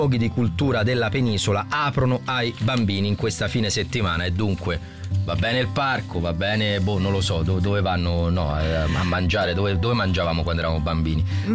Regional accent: Rome, Lazio, Italy; Anche noi siamo romani

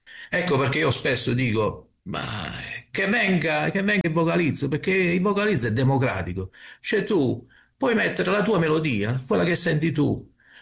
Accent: Apulia, Italy; questa mia terra, che è la Capitanata, che parte dai Monti Dauni e va fino al Gargano

